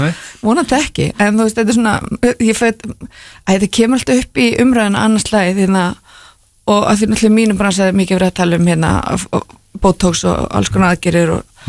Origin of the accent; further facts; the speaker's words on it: Grímsnes, Southern Region, Iceland; Jú, ég er úr Grímsnesinu, ég kefti fyrir HSK.